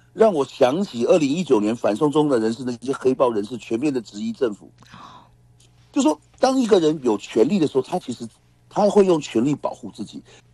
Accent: Taiwan

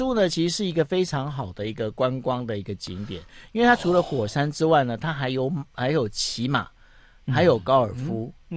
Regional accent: Taiwan; 我说废话，我是台湾人，当然台湾人思维

